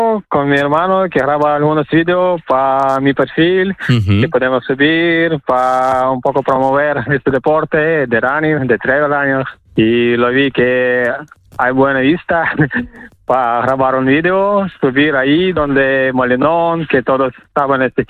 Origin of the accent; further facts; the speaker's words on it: Ukraine; Spanish is a second language; moved away as an adult; now in Gijón, Spain; Yo soy de Ucrania y aquí vivo en Gijón 5 años.